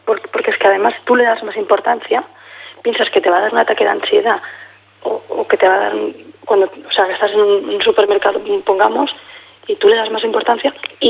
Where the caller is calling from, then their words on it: Catalonia, Spain; Puedo decir que es un pueblo de Gerón.